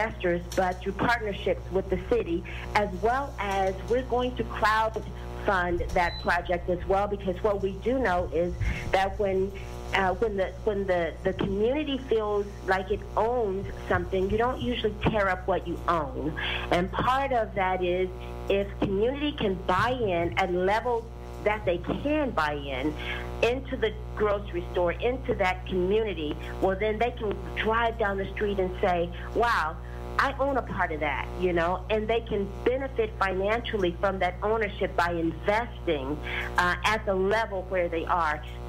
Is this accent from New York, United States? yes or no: no; Little Rock, Arkansas, United States; I'm also from Little Rock, so coming in and partnering with Eric on this project is just major for us because it's building up a community that we grew up in, we knew